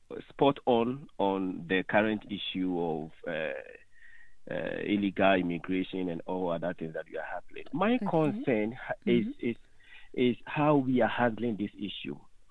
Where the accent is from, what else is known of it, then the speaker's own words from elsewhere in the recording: Ghana; moved away as an adult; now in Nelspruit, South Africa; And I'm originally from Ghana.